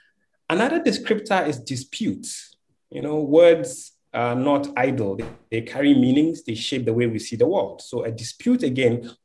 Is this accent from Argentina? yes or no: no; Ghana; growing up in Ghana